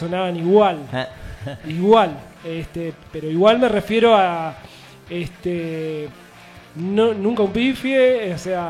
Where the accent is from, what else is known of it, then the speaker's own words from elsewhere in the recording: Buenos Aires, Argentina; born there; now in Tandil, Argentina; yo nací en Capital.